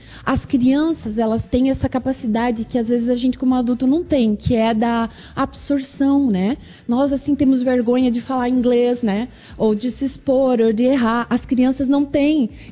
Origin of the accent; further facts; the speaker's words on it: Brazil; a gente, como brasileiro